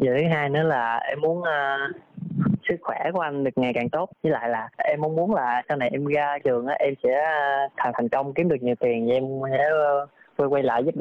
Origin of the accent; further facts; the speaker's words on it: Dong Thap, Vietnam; moved away as an adult; now in Ho Chi Minh City, Vietnam; Em quê Đồng Tháp.